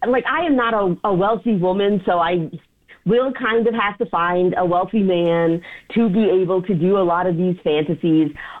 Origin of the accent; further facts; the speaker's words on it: the South, United States; growing up in the South with Republican family.